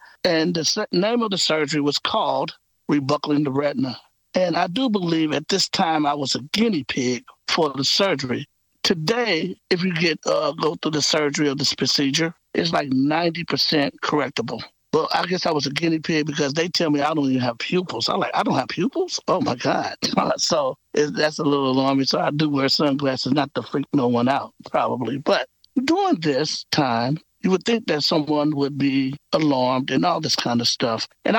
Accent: Kansas City, Missouri, United States; now in St. Louis, United States; I'm originally from Kansas City, a family of four.

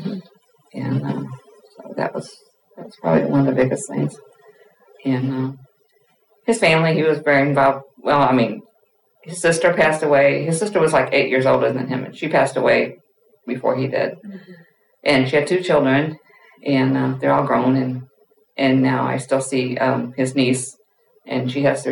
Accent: Belmont, Missouri, United States; born there; also born or lived in Memphis, Tennessee; No, I was born down in Missouri.

